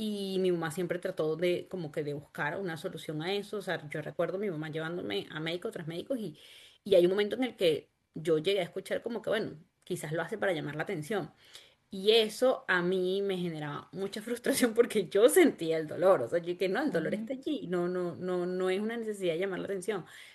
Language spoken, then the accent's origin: Spanish; Caracas, Capital District, Venezuela; moved away as an adult; now in Quebec, Canada; el ritmo de Caracas, que es mi ciudad natal y era donde yo vivía antes de venir acá, es un ritmo súper, súper acelerado. Yo además vivía como en la zona metropolitana de Caracas